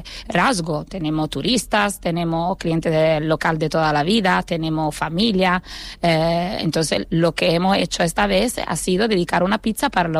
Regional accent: Italy; now in Spain; realidad, y bueno, soy italiana, pero mi padre era egipcio, por eso llevo este apellido tan raro.

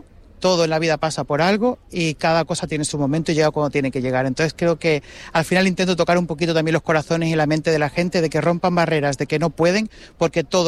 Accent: Tenerife, Canary Islands, Spain; moved away; Bueno, yo soy de aquí de Tenerife, del barrio Bastalú. Lo que pasa es que como llevo ya 16 años fuera, novio cordobés, ya no sé ni lo que hablo, madre gallega, tengo una locura, una mezcla, padre canario.

